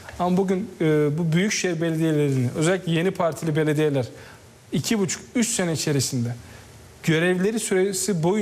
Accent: İzmir, Turkey; Biliyorsunuz ben İzmir milletvekiliyim. Evet. Doğma büyüme İzmirliyim.

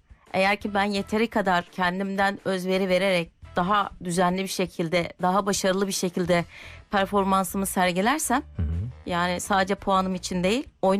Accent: İskenderun, Hatay, Turkey; born there; moved away as an adult; now in Istanbul, Turkey; aslen İskenderun doğumluyum.

